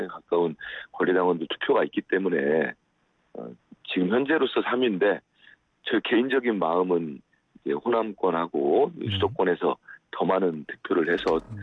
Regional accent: North Jeolla, South Korea; 저도 전북 출신입니다만은

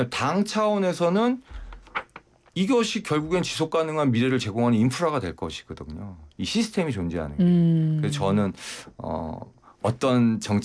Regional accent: Chuncheon, Gangwon, South Korea; born there; 시골에 태어나 강원도 춘천에서 태어났어요.

